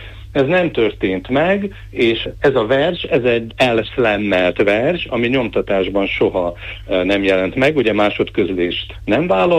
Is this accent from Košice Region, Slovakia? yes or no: no; Kamenín, Nitra Region, Slovakia; also born or lived in Bratislava; az én szülőfalum Kémént is megjelenik ebben a tanulmányban